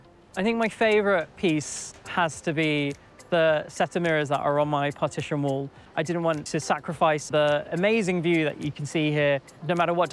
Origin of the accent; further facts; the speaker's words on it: London, United Kingdom; Growing up in South London really felt like an idyllic childhood. Me and my partner are now happily living here in my family home.